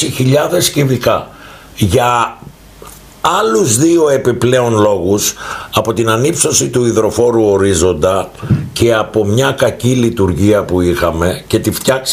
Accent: Rhodes, South Aegean, Greece; Εγώ πρώτα είμαι Ροδίτης.

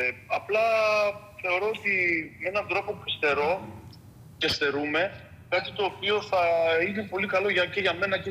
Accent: Kozani, Western Macedonia, Greece; Εγώ η καταγωγή μου είναι από την Κοζάνη.

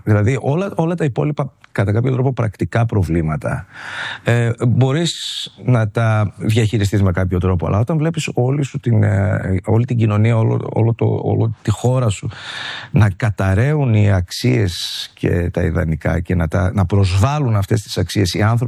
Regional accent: Thessaloniki, Central Macedonia, Greece; γιατί πρέπει να φύγω από την πόλη μου

